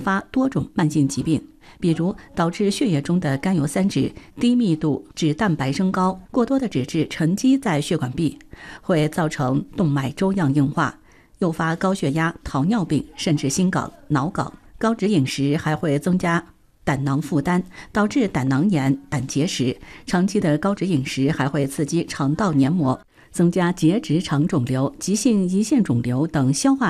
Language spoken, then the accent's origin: Chinese; Yunnan, China; 这些啊都是咱们云南人过节常吃的一个菜，